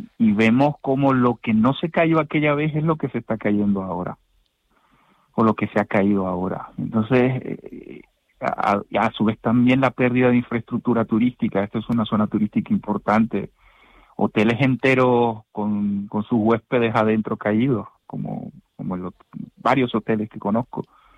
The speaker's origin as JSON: {"language": "Spanish", "country": "Venezuela", "said": "A veces, como venezolano, me pregunto qué habremos hecho mal nosotros, qué estamos pagando."}